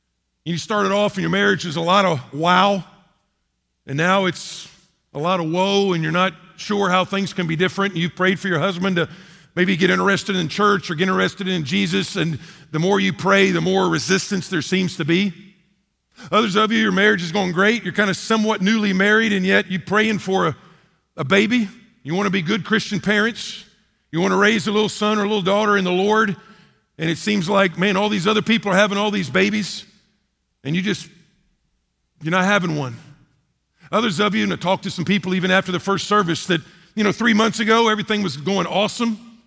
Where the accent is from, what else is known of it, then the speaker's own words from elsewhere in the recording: Texas, United States; moved away as an adult; also born or lived in Western North Carolina; growing up in Texas, going to school in Lubbock and Fort Worth, et cetera